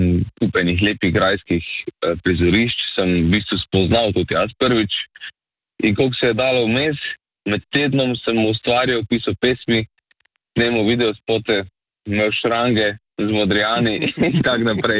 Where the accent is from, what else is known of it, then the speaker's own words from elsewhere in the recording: Lenart, Styria, Slovenia; moved away; zdaj sem bil v Lenartu v mojem domačem kraju